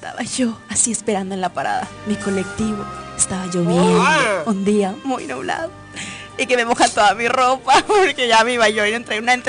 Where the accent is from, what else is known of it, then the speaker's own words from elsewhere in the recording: Tuxtla Gutiérrez, Chiapas, Mexico; Yo soy chiapaneca 100%.